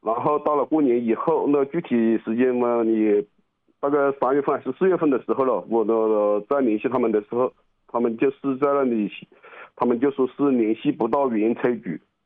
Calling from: Yiyang, Hunan, China; 我是益阳的，福建益阳的。

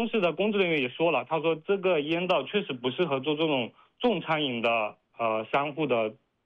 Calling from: Changsha, Hunan, China; 就是我是来自于那个万城区月亮岛街道康桥悦城的 … 就是我在这个小区呢买了房子不到一年

